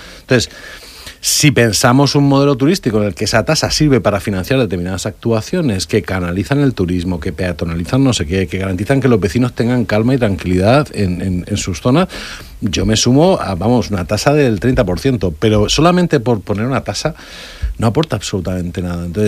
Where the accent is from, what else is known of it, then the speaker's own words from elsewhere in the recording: Murcia, Region of Murcia, Spain; yo soy originario de Murcia y me gusta el tenis